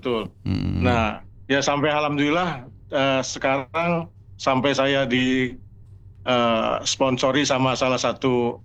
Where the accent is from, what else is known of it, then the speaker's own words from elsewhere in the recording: Jakarta, Indonesia; Klub dan DKI gitu kan, DKI karena saya dari DKI.